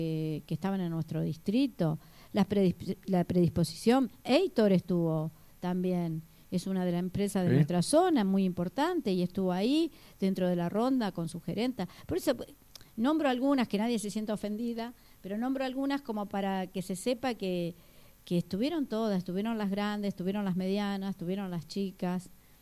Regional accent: Zárate, Buenos Aires Province, Argentina; todos nosotros somos de nuestra zona, somos de Zárate, nos conocen.

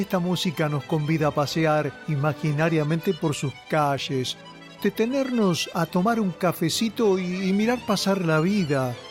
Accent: Chivilcoy, Buenos Aires Province, Argentina; la sala del cine Metropol en mi pueblo de Chivilcoy

